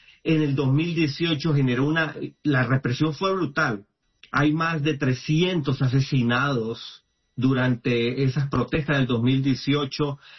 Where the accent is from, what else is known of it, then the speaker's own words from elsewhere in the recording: Nicaragua; como un nicaragüense que ha estado en las calles